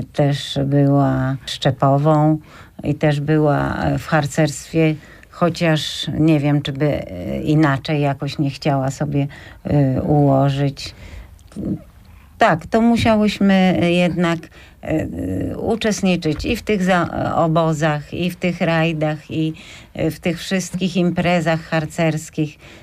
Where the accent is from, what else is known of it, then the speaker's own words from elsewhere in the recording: Łódź, Łódź Voivodeship, Poland; moved away as an adult; Ja też później wyjechałam na studia z Łodzi, więc próbowałam w Białej Podlaskiej tam jakoś wniknąć w te harcerskie